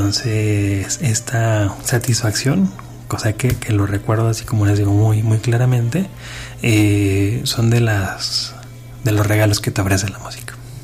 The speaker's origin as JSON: {"language": "Spanish", "region": "Durango", "country": "Mexico", "moved": "yes", "lives_now": "Xalapa, Mexico", "said": "es que yo soy de Durango."}